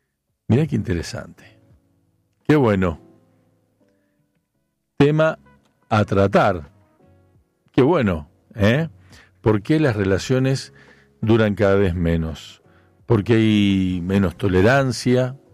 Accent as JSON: {"language": "Spanish", "town": "San Genaro", "region": "Santa Fe", "country": "Argentina", "said": "Me lo recomendaron unos amigos de aquí, de mi pueblo. Soy de San Genaro"}